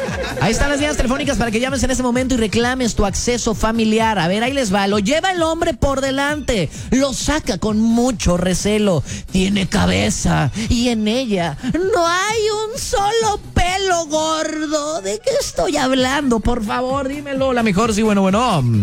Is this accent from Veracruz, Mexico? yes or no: yes; Veracruz, Mexico; todos los que somos jarochos, todos los que somos de aquí de Veracruz